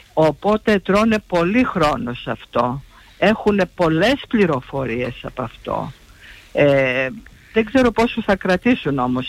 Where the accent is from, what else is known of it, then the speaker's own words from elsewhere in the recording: Trikala, Thessaly, Greece; είμαι από τα Τρίκαλα. Είμαστε, δεν πολύ ταξιδεύουν οι Τρικαλνοί και μάλιστα στα χρόνια τα δικά μου.